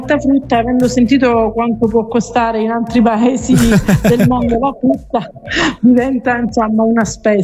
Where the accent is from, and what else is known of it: Reggio Calabria, Calabria, Italy